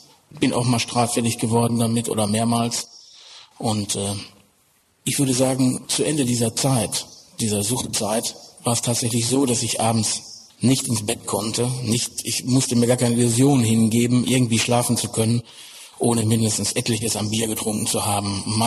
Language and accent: German; North Rhine-Westphalia, Germany; Ich bin aufgewachsen im Ruhrgebiet als Sohn eines Bergmanns und hatte auch eigentlich ein gutes Elternhaus, also nicht ein schlechtes Elternhaus.